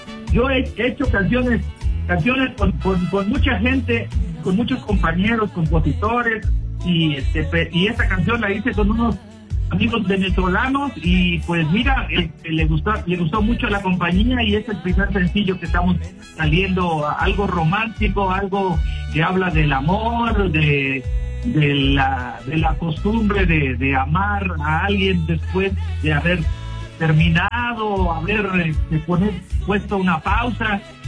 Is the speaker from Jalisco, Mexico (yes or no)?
no; Veracruz, Mexico; now in Mexico City, Mexico; Soy veracruzano, soy de la Huasteca veracruzana y pues ya tengo muchos años en México, pero pues he andado por donde quiera